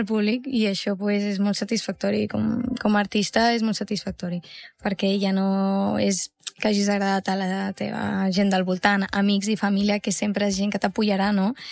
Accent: Catalonia, Spain; tenim la gent del Maresme de viure en un poble. Jo estic molt agraïda i per això havia de fer una cançó del meu poble.

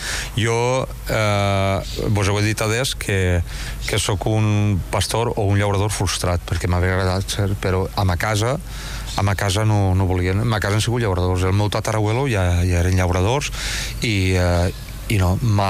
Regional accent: Valencian Community, Spain; Jo soc de la comarca de la Costera, la capital és Xàtiva, i bueno, ha sigut un poble llaurador tota la vida.

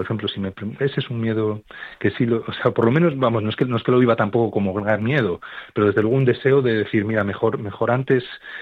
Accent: Asturias, Spain; del Oviedo, y eso que estamos ahora en duelo, estamos ahora en duelo ya que estamos matemáticamente descendidos, pero

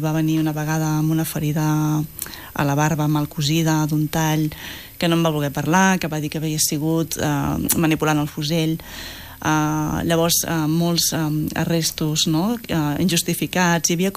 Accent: Sabadell, Catalonia, Spain; nosaltres som de Sabadell

